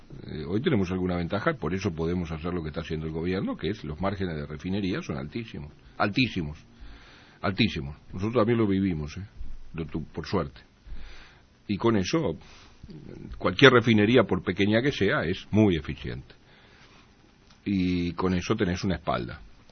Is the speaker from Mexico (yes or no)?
no; Uruguay